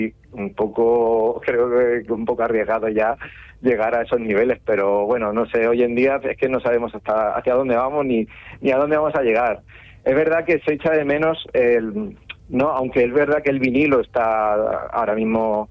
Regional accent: Albacete, Castilla-La Mancha, Spain; como decimos en mi tierra

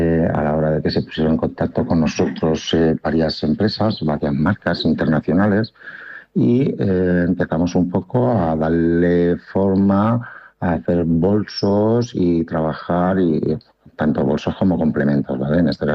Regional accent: Lezuza, Castilla-La Mancha, Spain; born there; No solo pongo que soy de la provincia de Albacete o soy castellano manchego, sino que siempre resalto que soy de mi pueblo de Lezuza, ¿vale? Un pueblecito muy chulo, muy bonito

